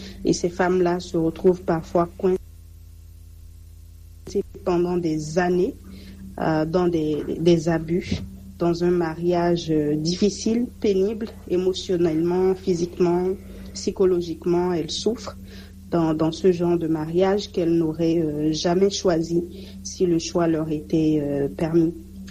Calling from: Benin; chez nous au Bénin

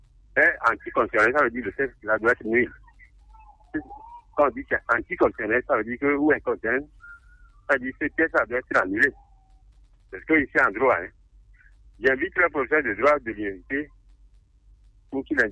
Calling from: Togo; J'appelle de Bay.

